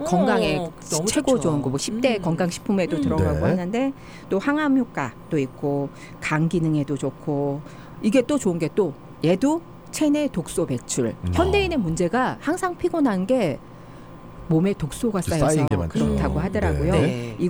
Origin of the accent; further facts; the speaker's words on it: South Korea; 저는 이제 한국 사람인지라 네. 깊은 맛 좋아하잖아요 저희는.